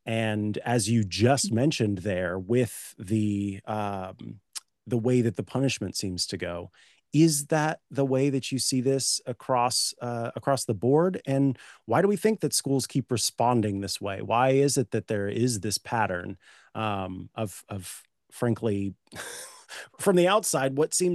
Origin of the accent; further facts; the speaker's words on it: Missouri, United States; I'm from Missouri